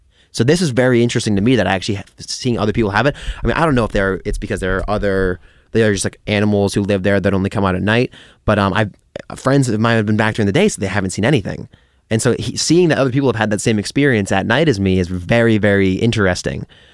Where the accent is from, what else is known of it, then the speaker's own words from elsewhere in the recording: Westport, Massachusetts, United States; so let's start with my hometown of Westport, Massachusetts, and the surrounding towns of Fall River and Dartmouth.